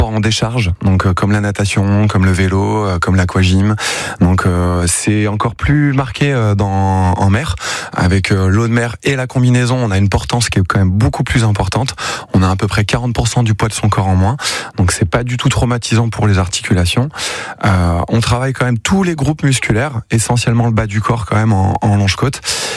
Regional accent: Poitiers, Nouvelle-Aquitaine, France; moved away as an adult; now in Hennebont, France; Oui, effectivement, là, je suis originaire de Poitiers. Avec ma femme, on a décidé d'arriver en Bretagne en 2007, dans le Morbihan, à Hennebon.

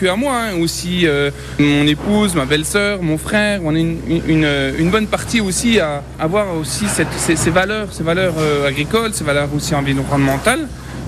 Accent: Besançon, Bourgogne-Franche-Comté, France; born there; Non, je suis né à Besançon, voilà.

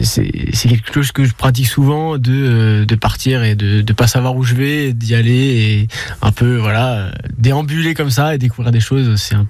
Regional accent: Caen, Normandy, France; Je suis né ici à Caen, du coup, et j'ai grandi ici, plus dans la campagne, du coup, aux alentours. Mais bon, j'étais au collège ici à Caen, voilà.

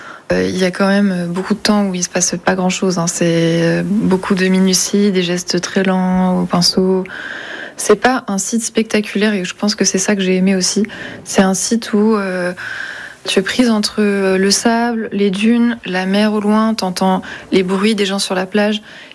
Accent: Lyon, Auvergne-Rhône-Alpes, France; moved away as an adult; also born or lived in Ardèche; now in Cotentin, France; Moi, j'ai grandi à Lyon, enfin, entre Lyon et l'Ardèche. Je suis arrivée dans le Cotentin.

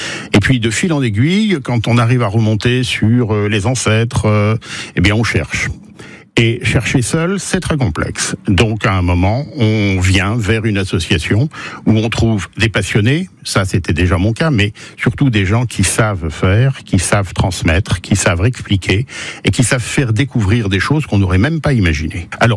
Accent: Le Mans, Pays de la Loire, France; born there; je suis né au Mans il y a maintenant 67 ans, marié, deux enfants

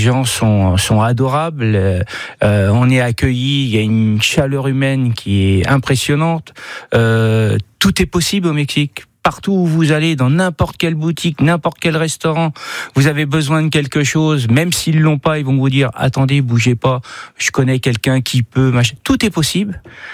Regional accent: Le Mans, Pays de la Loire, France; moved away as an adult; moi je suis natif du Mans à la base, je suis d'origine du Mans

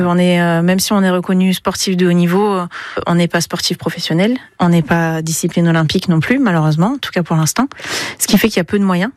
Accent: Réunion, France; moved away; Moi, je viens de La Réunion

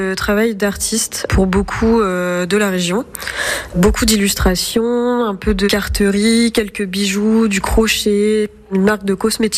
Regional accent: Poitiers, Nouvelle-Aquitaine, France; moved away as an adult; also born or lived in Nantes; moi je suis de Poitiers, j'y ai grandi, je suis partie un peu après le bac pour faire mes études et je suis restée pendant longtemps à Nantes parce que je me plaisais dans cette ville. Et puis il y a à peu près 2 ans, j'ai voulu revenir à Poitiers.

